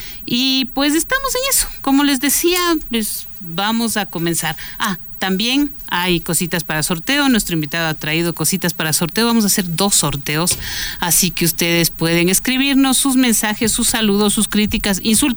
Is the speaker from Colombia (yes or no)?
no; Quito, Pichincha, Ecuador; born there; Pero nací en Quito en 1963 de padres y abuelos que me inclinaron a buscar la verdad y a amar la belleza.